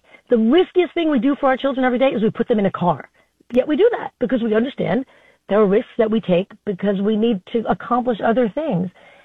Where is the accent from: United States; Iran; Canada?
United States; New York; Well, the funny thing is, right, you and I grew up in New York.